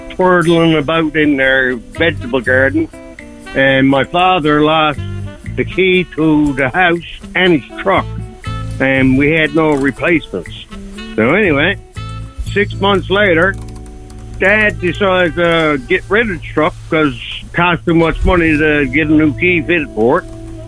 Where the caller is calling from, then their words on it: Bonavista, Newfoundland and Labrador, Canada; from Bonavista.